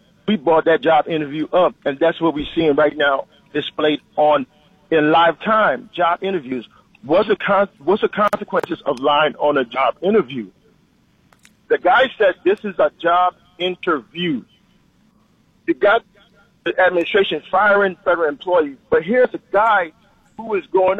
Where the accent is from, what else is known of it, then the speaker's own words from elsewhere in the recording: New York, United States; I grew up in New York. I'm proud of where I'm come from. I got Ebonics in my vocabulary, okay?